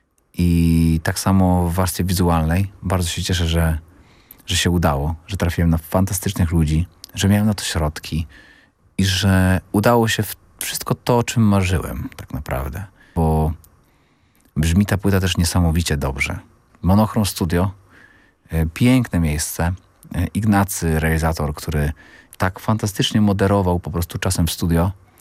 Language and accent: Polish; Przemków, Lower Silesian Voivodeship, Poland; moved away; To jest moje rodzinne miasto i mój rodzinny dom